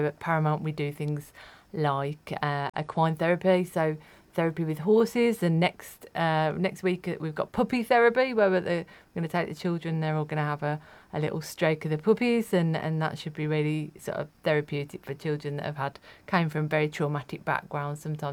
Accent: Birmingham, West Midlands, United Kingdom; moved away; I grew up in Erdington, a little bit.

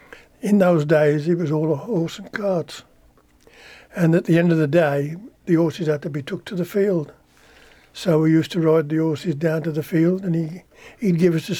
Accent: West Midlands, United Kingdom; born there; also born or lived in Wales; Yeah, my dad was in the RAF and mother was Welsh. So I was born in Hollyhall, but mother went back to her family in Wales while the old man was in the serving. And we come back up in 46, 47. We were in prefabs, and the winter 47, I was 5 years old.

